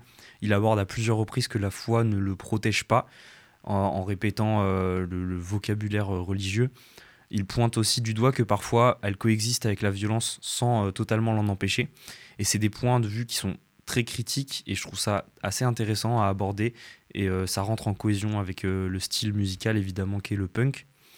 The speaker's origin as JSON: {"language": "French", "country": "France", "said": "en tant que français"}